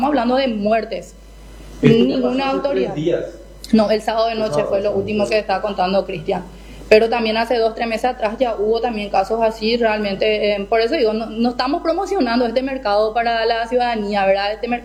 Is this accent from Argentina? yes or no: no; Paraguay; Somos paraguayos, queremos trabajar.